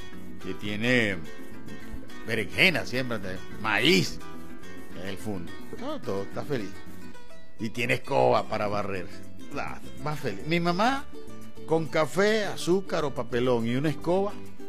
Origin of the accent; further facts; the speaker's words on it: Venezuela; Venezuela es mi país, es grande como el horizonte y abierta como la esperanza del mismo venezolano.